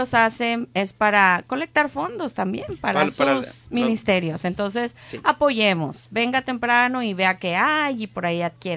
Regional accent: Mexico; Pero somos mexicanos

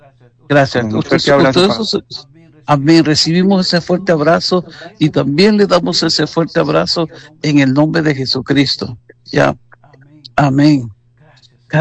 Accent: Venezuela; llorando por mi tierra, por mi pueblo

